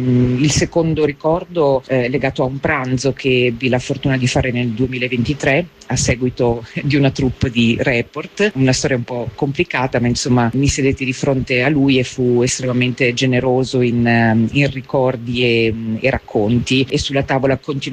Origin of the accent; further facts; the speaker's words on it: Emilia-Romagna, Italy; born there; sono nata in provincia di Modena